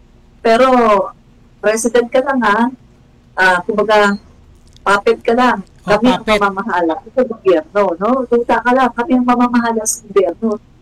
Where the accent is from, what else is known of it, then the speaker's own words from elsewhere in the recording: Mindanao, Philippines; hindi namin alam sino Duterte, pero taga Mindanao kami ah. Nag-migrate na lang.